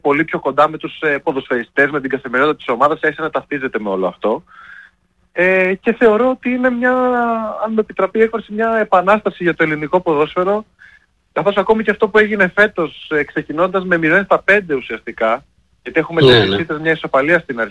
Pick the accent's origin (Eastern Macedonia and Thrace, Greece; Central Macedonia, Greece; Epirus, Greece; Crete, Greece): Eastern Macedonia and Thrace, Greece; Kavala; Εγώ από μια τρέλα της στιγμής ήρθα σε αυτήν την ομάδα, καθώς κατάγομαι από την Καβάλα και ήμουν στη φάση του να μείνω να φύγω από την Καβάλα.